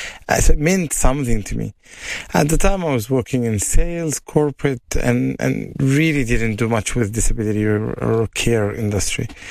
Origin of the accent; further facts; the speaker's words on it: Egypt; also born or lived in Dubai; now in South Australia, Australia; I started in Dubai. So I grew up part in Egypt, part in Dubai.